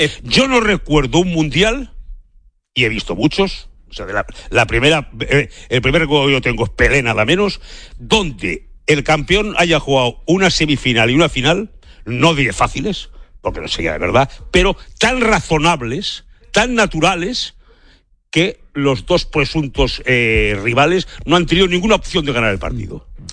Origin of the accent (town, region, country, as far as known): Spain